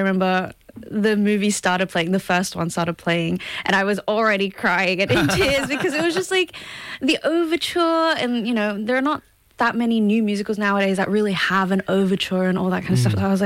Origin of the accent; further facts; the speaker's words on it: Gold Coast, Queensland, Australia; So I grew up on the Gold Coast, and when we were coming back to Australia, I was like, well, if you want to really do this, maybe it'd be better to move to Sydney